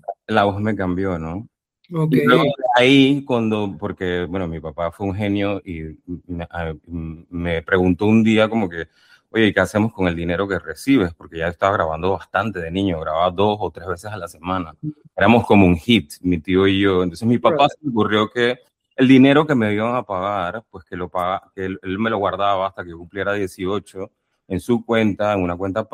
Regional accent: Panama; Yo vengo de Panamá

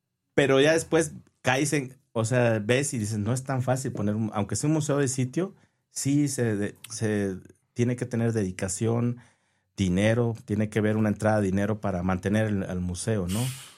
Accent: Tierra Caliente, Mexico; moved away; ahí en Tierra Caliente, ¿no? Siempre pensando en, pues, siempre en mi pueblo, ¿no? En mi región.

